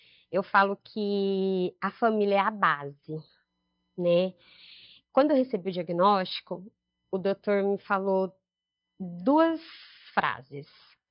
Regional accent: Barretos, São Paulo, Brazil; tenho 43 anos, sou daqui de Barretos mesmo.

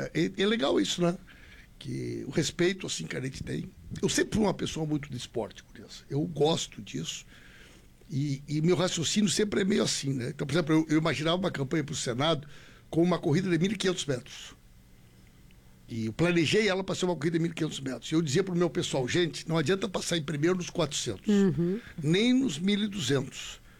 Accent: Santa Maria, Rio Grande do Sul, Brazil; como santamarense, como cidadão, como gaúcho.

